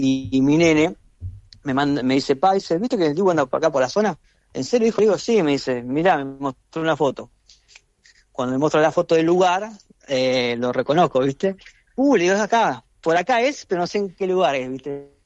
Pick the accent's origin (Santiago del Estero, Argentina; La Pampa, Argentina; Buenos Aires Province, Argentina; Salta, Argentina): Buenos Aires Province, Argentina; Mar del Plata; De Mar del Plata.